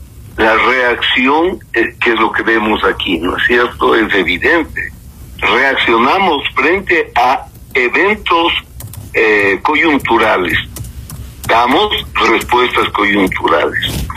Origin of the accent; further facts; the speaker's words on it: Ecuador; nosotros deberíamos como ecuatorianos